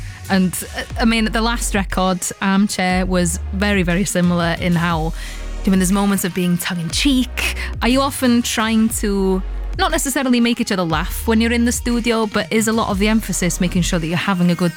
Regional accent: Wales, United Kingdom; now in London, United Kingdom; I'm a Welsh woman living in London

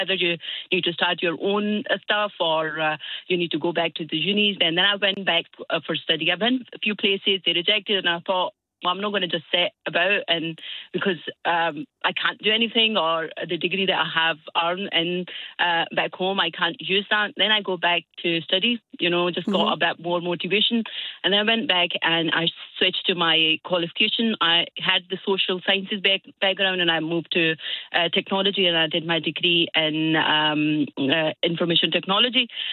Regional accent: Pakistan; moved away as an adult; now in Glasgow, United Kingdom; when I came into UK in Glasgow 20 years ago, I had a degree from back home. I came from Pakistan and I had a degree in anthropology.

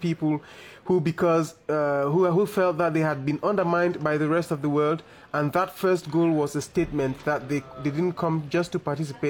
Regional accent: Cameroon; I came from Cameroon

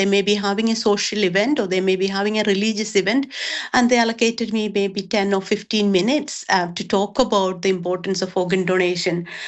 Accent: India; now in United Kingdom

